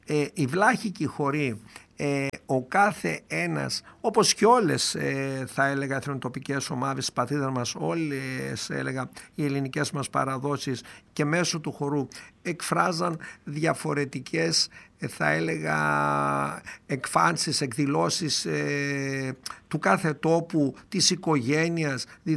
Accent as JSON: {"language": "Greek", "town": "Doirani", "region": "Central Macedonia", "country": "Greece", "said": "Επειδή είμαι Κυλκισιώτης από τη Δοϊράνη"}